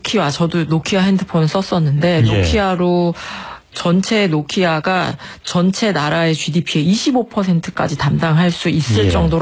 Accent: South Korea; 사실은 저도 한국에서 나고 자랐으니까요.

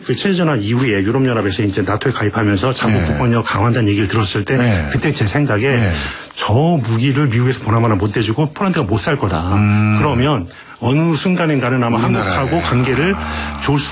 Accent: South Korea

